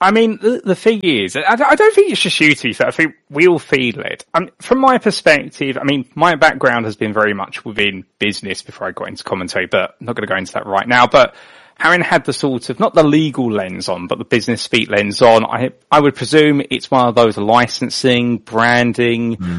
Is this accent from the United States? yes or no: no; United Kingdom; born or raised there